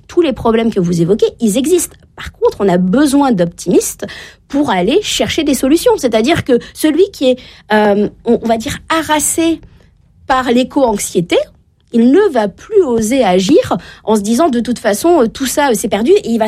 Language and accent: French; Normandy, France; Moi, je viens de la Normandie.